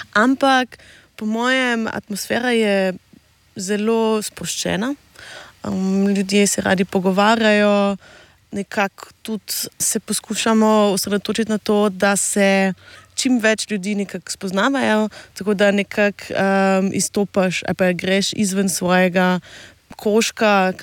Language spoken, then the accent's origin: Slovenian; Carinthia, Austria; Omenila sem že, da sem koroška Slovenka